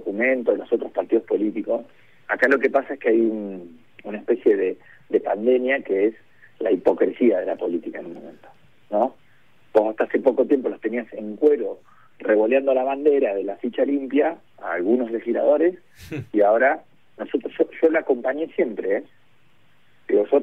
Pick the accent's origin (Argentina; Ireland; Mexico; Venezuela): Argentina; lo digo como argentino